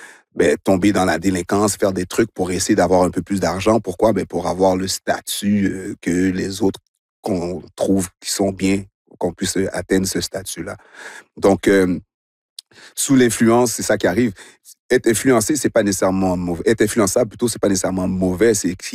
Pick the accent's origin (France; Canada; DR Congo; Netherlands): Canada; Montreal, Quebec; born or raised there